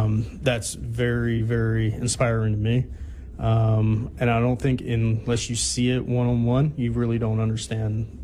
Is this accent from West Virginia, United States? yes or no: yes; Clarksburg, West Virginia, United States; I lived in Clarksburg. I was raised in Clarksburg at the time.